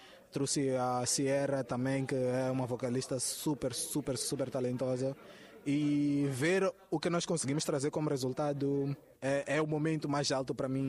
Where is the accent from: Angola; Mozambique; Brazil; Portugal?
Mozambique; a nossa identidade como moçambicanos